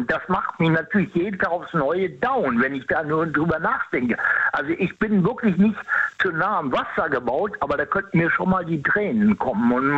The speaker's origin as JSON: {"language": "German", "region": "Rhineland", "country": "Germany", "said": "Also da wäre ich ramdösig, wie man hier bei uns im Rheinland sagt."}